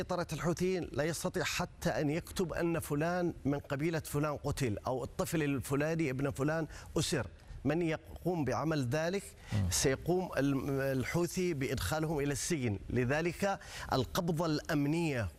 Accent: Yemen; نحن مواطنين يمنيين

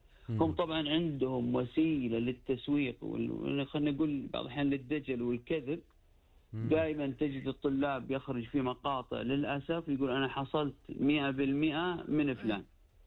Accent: Saudi Arabia; أغلب الدورات عندنا في السعودية كلها تبث من خارج المملكة.

